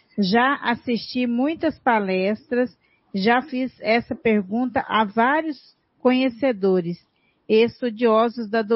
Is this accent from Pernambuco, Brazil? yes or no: no; Rio de Janeiro, Brazil; sou do Rio de Janeiro.